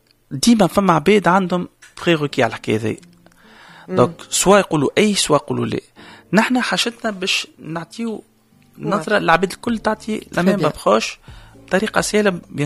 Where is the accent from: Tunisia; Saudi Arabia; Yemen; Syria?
Tunisia; وتعرف نحن التماسك الأسري مازال عندنا في تونس